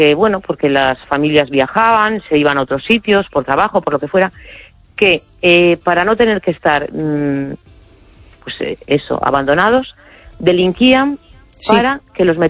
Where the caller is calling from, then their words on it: A Coruña, Galicia, Spain; de La Coruña.